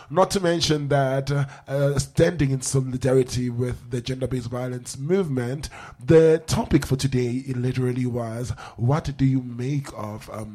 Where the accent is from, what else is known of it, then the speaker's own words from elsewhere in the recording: South Africa; I'm ashamed to be a South African man.